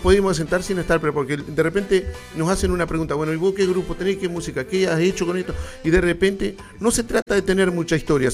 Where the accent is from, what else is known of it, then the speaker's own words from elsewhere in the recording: Paysandú, Uruguay; now in Maldonado, Uruguay; Yo soy de Paysandú, yo vine para acá